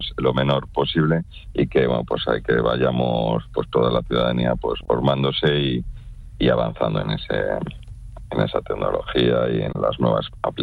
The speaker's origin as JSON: {"language": "Spanish", "town": "Langre", "region": "Cantabria", "country": "Spain", "said": "yo soy de Langre, pues tú ahora desde un pueblo en remoto puedes hacer los cursos más avanzados que te propongas, ¿no?"}